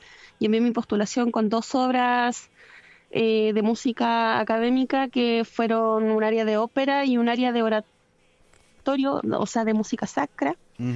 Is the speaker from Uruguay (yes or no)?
no; Osorno, Los Lagos, Chile; also born or lived in Rupanco, Puerto Octay; yo he pasado mi vida en Osorno también, nací en el Hospital Base, pero mi tugún, como decimos en Chesungún, está en Pellinada, en Rupanco. Y Rupanco pertenece a Puerto Octay.